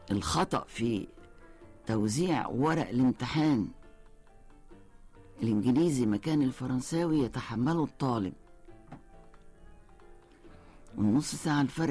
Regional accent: Cairo, Cairo Governorate, Egypt; المدارس اللي عندنا في القاهرة

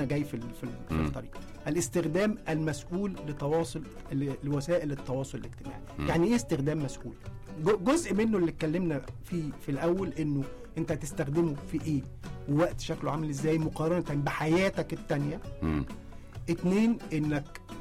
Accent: Egypt; انا مواطن مصري

